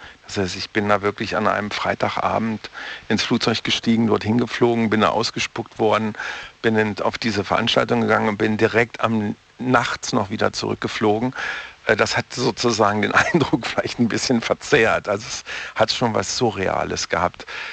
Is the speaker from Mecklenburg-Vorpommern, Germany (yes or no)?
no; Braunschweig, Lower Saxony, Germany; Also wir sind beide aus Niedersachsen, er kommt aus Wolfsburg, ich aus Braunschweig.